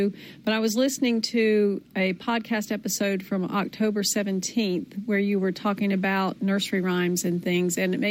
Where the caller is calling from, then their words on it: North Carolina, United States; from North Carolina.